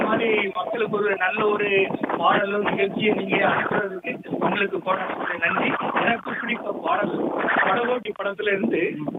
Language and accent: Tamil; Nagercoil, Tamil Nadu, India; now in Chennai, India; வேலை பார்க்கறது சென்னையில, சென்னை ஆவடியில ஒர்க் பண்ணிட்டு இருக்கிறேன். என்னுடைய சொந்த ஊர் வந்து கன்னியாகுமரி மாவட்டம் நாகர்கோவில்.